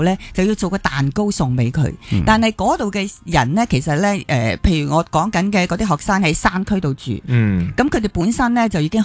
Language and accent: Cantonese; Hong Kong